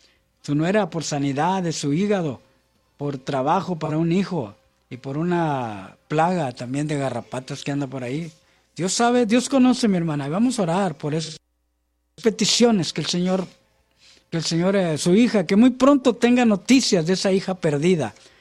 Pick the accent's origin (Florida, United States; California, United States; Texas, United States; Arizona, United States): Texas, United States; San Benito; se reportan de mi pueblito por acá en San Benito y Harlingen